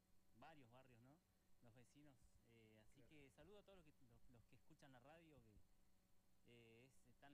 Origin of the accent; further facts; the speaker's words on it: Neuquén, Argentina; Yo soy de Neuquén, nacido y criado en Neuquén, Villa Farrell.